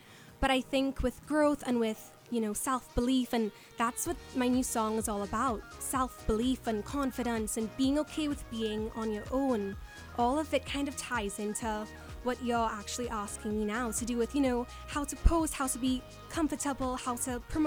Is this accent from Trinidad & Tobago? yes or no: yes; Trinidad & Tobago; I'm pop, but I'm from Trinidad.